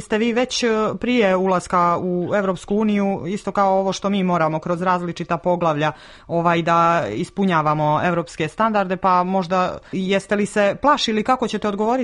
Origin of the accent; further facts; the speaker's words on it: Montenegro; I kod nas u Crnoj Gori se često čuje da mali proizvođači, da će im biti teško da opstanu na velikom evropskom tržištu.